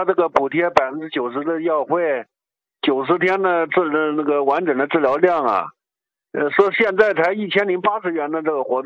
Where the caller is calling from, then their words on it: Kunming, Yunnan, China; 哎，您好，您好，我是昆明的患者呀。